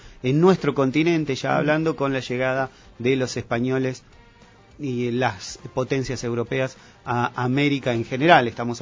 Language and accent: Spanish; Patagonia, Argentina; nuestra Patagonia